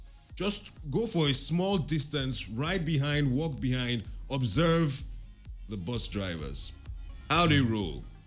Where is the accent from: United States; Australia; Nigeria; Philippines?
Nigeria; We like to justify.